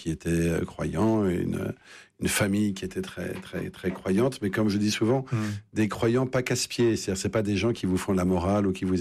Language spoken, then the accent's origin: French; Paris, Île-de-France, France; moved away as an adult; now in Lille, France; Vous savez, je suis un Parisien indécrottable. J'ai vécu 54 ans à Paris.